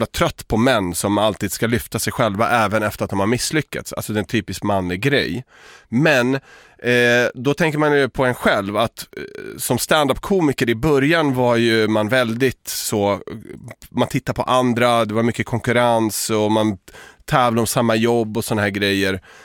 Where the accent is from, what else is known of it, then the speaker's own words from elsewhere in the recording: Stockholm, Stockholm County, Sweden; Jag är uppväxt i Akalla, bror.